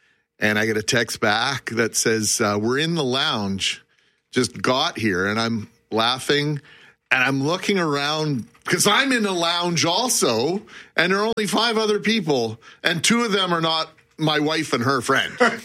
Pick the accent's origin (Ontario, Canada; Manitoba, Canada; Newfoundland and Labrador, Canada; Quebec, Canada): Manitoba, Canada; Winnipeg; I'm a West End guy.